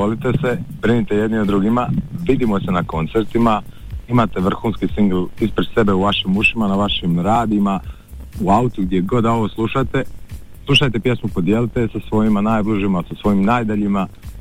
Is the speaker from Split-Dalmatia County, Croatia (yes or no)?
yes; Split-Dalmatia County, Croatia